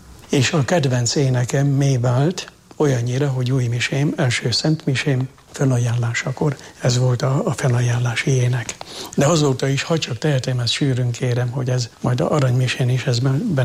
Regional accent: Jászárokszállás, Jász-Nagykun-Szolnok, Hungary; moved away; én tanyán nőttem föl. 18 éves koromig a jászság, jászárok szállás tanya világa.

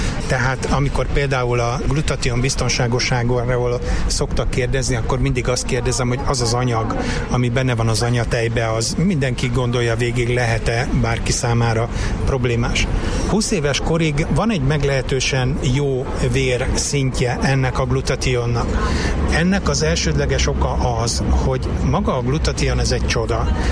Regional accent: Szeged, Csongrád-Csanád, Hungary

